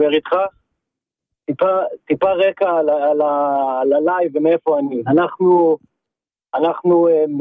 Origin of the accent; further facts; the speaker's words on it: Tel Aviv, Tel Aviv District, Israel; סבתא רבא שלי הייתה יד ימינה של גולדה מאיר, גדלנו בורן אנד רייז רמת אביב ג', משפחה שופטים, עורכי דין, כמו שאומרים, האליטה של ישראל.